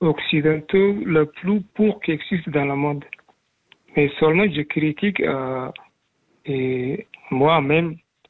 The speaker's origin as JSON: {"language": "French", "country": "Somalia", "tie": "born or raised there", "moved": "yes", "said": "Moi, quand j'étais petit en Somalie"}